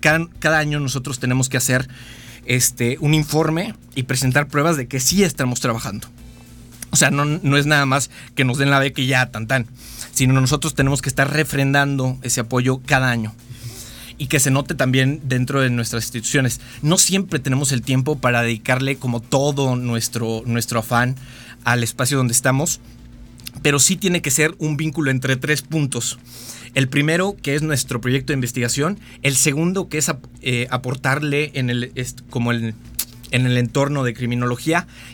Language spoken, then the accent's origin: Spanish; San Luis Potosí, Mexico; estando aquí a San Luis, yo soy de acá, de San Luis, y bueno, toda mi vida la he pasado acá